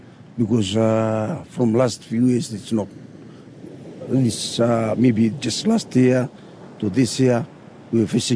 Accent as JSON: {"language": "English", "town": "Batukarasa", "country": "Fiji", "said": "I'm from Batukarasa, originally from this village, Batukarasa."}